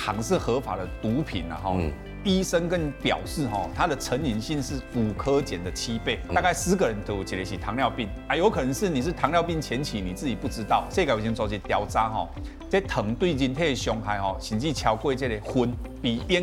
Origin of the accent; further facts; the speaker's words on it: Taiwan; 我们台湾人真的很小心哦